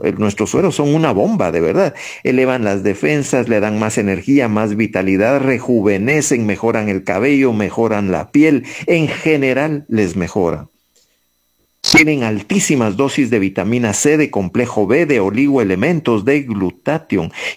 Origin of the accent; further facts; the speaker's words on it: Guatemala; Y así somos los guatemaltecos.